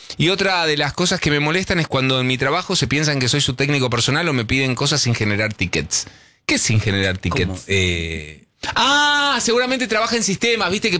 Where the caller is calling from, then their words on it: Villa Ballester, Buenos Aires Province, Argentina; de Villa Ballester.